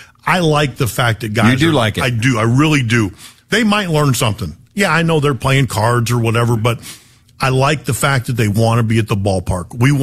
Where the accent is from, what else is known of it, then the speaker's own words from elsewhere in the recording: Pennsylvania, United States; I grew up in Western Pennsylvania, mm-hmm. which is very Midwest.